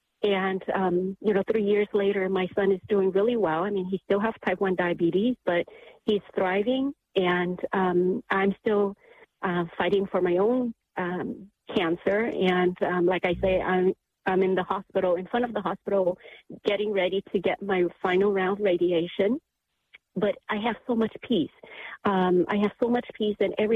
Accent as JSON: {"language": "English", "town": "San Jose", "region": "California", "country": "United States", "said": "I'm from San Jose, California."}